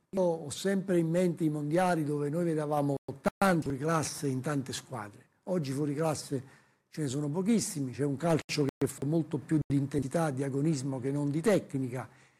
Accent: Naples, Campania, Italy

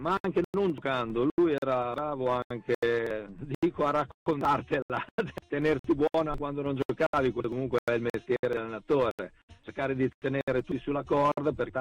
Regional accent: Emilia-Romagna, Italy; sono emiliano

